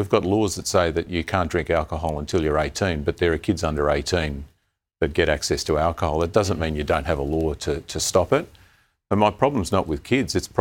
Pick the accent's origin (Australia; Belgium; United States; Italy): Australia; Cabramatta, New South Wales; I'm a kid from Cabramatta who is the first person in my family to finish year 10